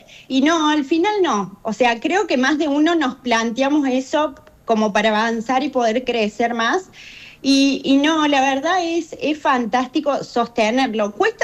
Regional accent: Unquillo, Córdoba, Argentina; born there; nosotros somos de Córdoba capital, nos venimos para un quillo cuando yo tenía unos 3, 4 años

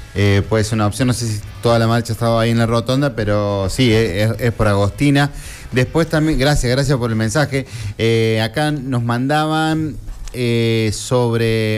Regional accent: Córdoba, Argentina; soy de Barrio Inaudi.

